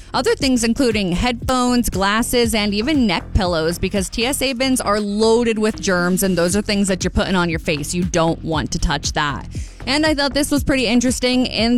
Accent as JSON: {"language": "English", "region": "Pennsylvania", "country": "United States", "tie": "born or raised there", "said": "4 states love cookie dough ice cream, including my home state of Pennsylvania."}